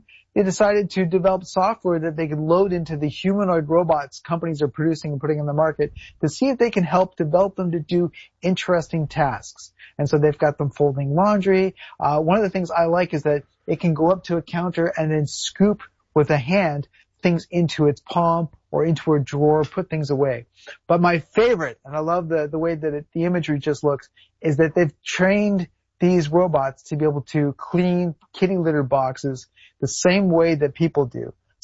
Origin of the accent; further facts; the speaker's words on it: Canada; I'm a Canadian boy, so I bought it here in Canada